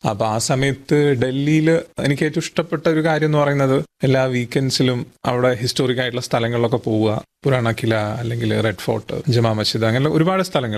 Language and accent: Malayalam; Kozhikode, Kerala, India; കാരണം ഇപ്പൊ ഞാൻ വരുന്നത് കോഴിക്കോട് നിന്നാണ്.